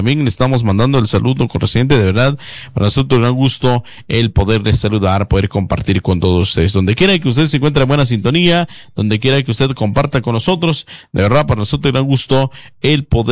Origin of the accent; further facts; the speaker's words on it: Guatemala; como buenos guatemaltecos, como buenos chapines que somos.